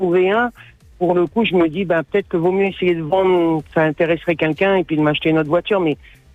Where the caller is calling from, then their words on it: North Province, New Caledonia; je suis dans le Nord, je suis sur la commune de Vaud